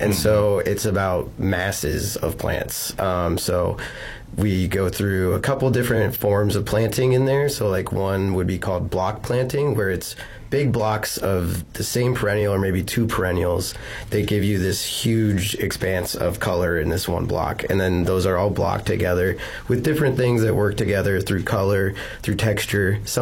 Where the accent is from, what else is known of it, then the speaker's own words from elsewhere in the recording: Omaha, Nebraska, United States; Being born and raised in Omaha, like, I never saw one until I went to, like, one of these remnant prairies